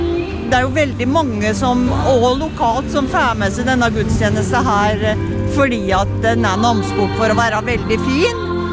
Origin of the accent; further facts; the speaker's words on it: Otta, Innlandet, Norway; Jeg kommer fra Otta, ja.